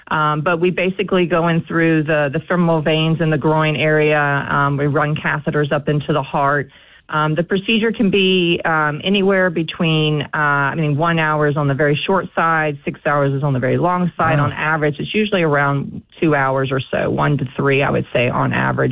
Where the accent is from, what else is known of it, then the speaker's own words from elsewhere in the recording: Chattanooga, Tennessee, United States; I'm very glad to be back in my hometown community, and it's been wonderful being back in Chattanooga.